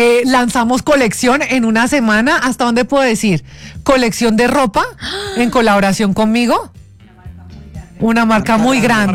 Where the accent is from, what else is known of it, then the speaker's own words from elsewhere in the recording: Popayán, Cauca, Colombia; born there; also born or lived in Paris, France; now in Bogotá, Colombia; Mira, yo crecí en Popayán, Cauca.